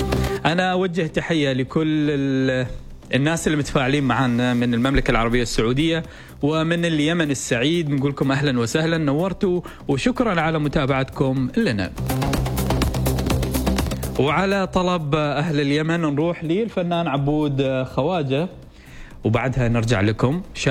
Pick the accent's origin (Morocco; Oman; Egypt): Oman; أن بلدنا عمان فيها من العادات والتقاليد في أيام العيد اللي نوعا ما تنفرد عن بقية الدول.